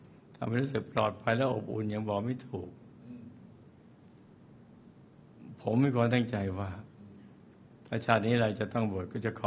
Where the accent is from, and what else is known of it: Bangkok, Thailand; born or raised there